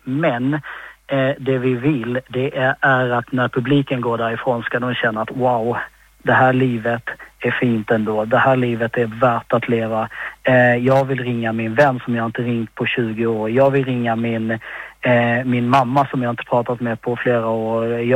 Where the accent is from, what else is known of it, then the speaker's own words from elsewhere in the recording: Malmö, Skåne, Sweden; now in Stockholm, Sweden; Malmö är min hemstad och det är jättevackert och jättefint. Numera bor jag i Stockholm och nästan granne med Kristin.